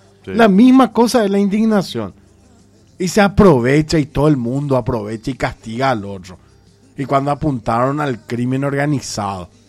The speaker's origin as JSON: {"language": "Spanish", "country": "Paraguay", "said": "es increíble cómo somos los paraguayos."}